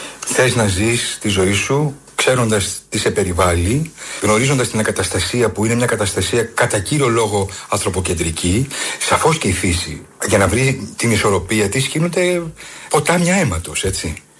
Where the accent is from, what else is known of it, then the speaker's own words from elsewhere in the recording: Rhodes, South Aegean, Greece; born there; Εγώ απλά γεννήθηκα στο Μιευτήριο. Η μαμά φοβήθηκε να με γεννήσει στο μεγάλο χωριό της Στήλου